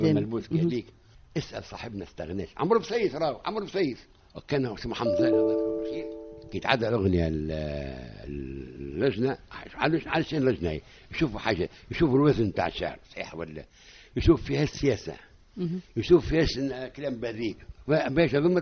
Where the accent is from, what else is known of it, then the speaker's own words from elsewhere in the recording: Tunisia; البوسبول كان عندنا في تونس كنت نتفرج فيه أنا وخالي في محمد الخامس